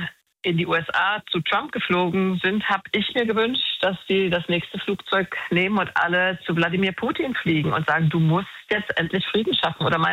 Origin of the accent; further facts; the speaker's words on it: Germany; ich argumentiere ja als Deutsche